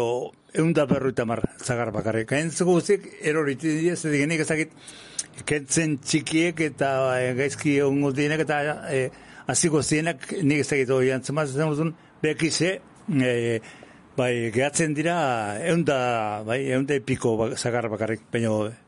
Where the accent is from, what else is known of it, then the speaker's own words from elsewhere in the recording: Amezketa, Basque Country, Spain; eta orduan, ba, gure herrin, amezketan, ni naizen herrin, anpolaie esatzen zaie.